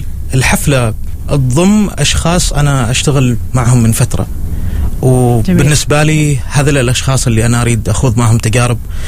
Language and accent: Arabic; Oman; نمثل في البداية فيها نفسنا كعمانيين خليجيين